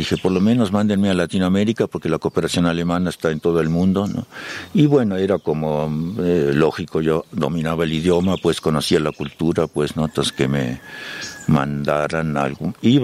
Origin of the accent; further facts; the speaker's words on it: Argentina; also born or lived in Germany; con mi madre y mis dos hermanitas, que tenían 3 y 5 años, en el barco de regreso a Argentina, llegamos allá. Ahí crecí.